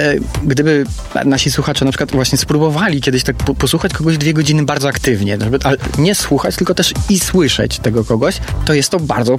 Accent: Połczyn-Zdrój, West Pomeranian Voivodeship, Poland; now in Poznań, Poland; Ja mieszkam w Poznaniu, ale pochodzę z Połczyna Zdroju, więc zaproponowano mi książkę o tych regionach.

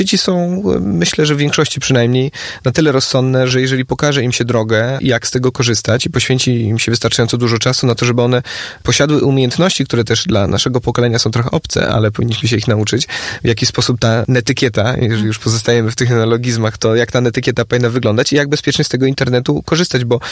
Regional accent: Warsaw, Masovian Voivodeship, Poland; Ja jestem z Warszawy

